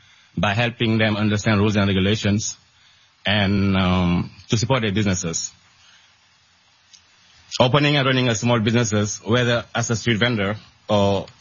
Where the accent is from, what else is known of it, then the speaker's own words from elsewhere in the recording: Senegal; now in New York City, United States; 9 years ago, I moved to New York City from Senegal.